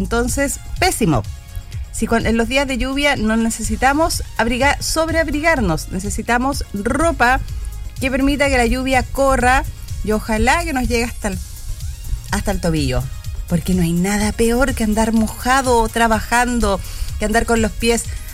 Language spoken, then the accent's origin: Spanish; Chile; los chilenos somos tan chilenos para darnos a entender.